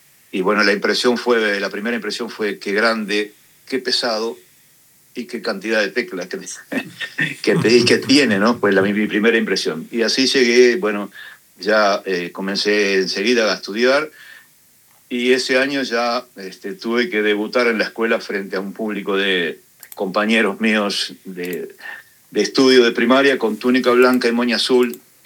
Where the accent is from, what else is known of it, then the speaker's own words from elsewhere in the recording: Toledo, Canelones, Uruguay; also born or lived in Montevideo; En realidad nací en Montevideo, pero sí, me crié desde apenas nacido en la zona de Toledo, Ruta 6, Canelones.